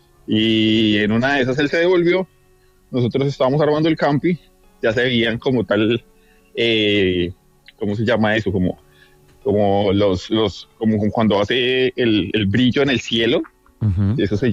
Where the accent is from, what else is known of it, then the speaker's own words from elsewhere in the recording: Boyacá, Colombia; Bueno, entonces la tercera historia ya viene, yo soy de Boyacá.